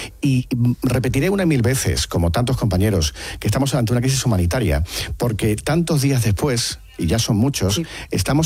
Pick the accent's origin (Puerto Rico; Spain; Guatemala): Spain; Yo no estoy entendiendo, como ser humano, como ciudadano español, no estoy entendiendo por qué tenemos que expulsar a todas estas personas